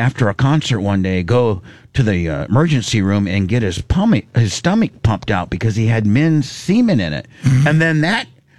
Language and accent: English; Indiana, United States; I grew up in Indiana, and I heard about it.